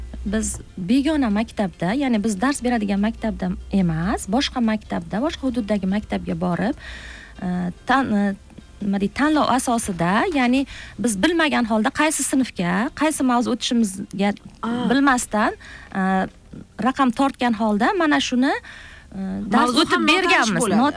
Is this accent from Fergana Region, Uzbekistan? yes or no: no; Bukhara, Bukhara Region, Uzbekistan; now in Tashkent Region, Uzbekistan; Masalan, men o'zim ham Toshkent viloyatida faoliyat yuritaman. O'zim asli buxorolikman. Bu yerga yaqinda kelganmiz. 5 yil bo'lgan.